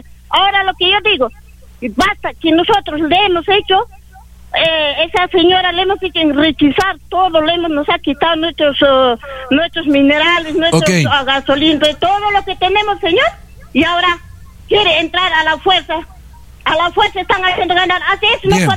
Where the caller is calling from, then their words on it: Peru; estamos tal como estamos peruanos